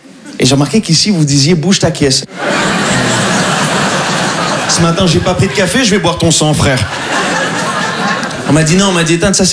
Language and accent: French; Morocco; Je suis marocain. Et ouais, voilà, ça se voit pas du tout.